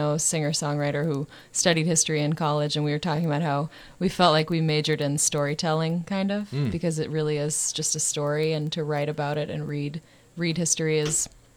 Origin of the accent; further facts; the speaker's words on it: Boston, Massachusetts, United States; moved away as an adult; also born or lived in Seattle; I grew up in the Boston area, and I went to college in Western Mass and then moved out to Seattle.